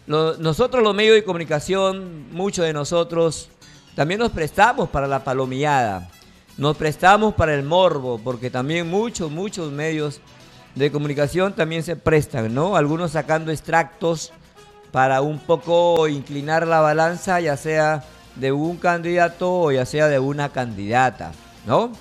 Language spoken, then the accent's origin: Spanish; Peru